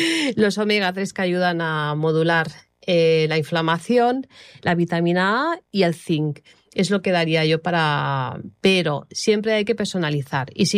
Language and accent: Spanish; Ripollet, Catalonia, Spain; que soy de Ripollet